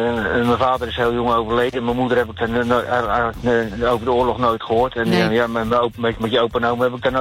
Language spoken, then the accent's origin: Dutch; Capelle aan den IJssel, South Holland, Netherlands; born there; now in Rotterdam, Netherlands; ik ben in Capelle aan Muisel geboren.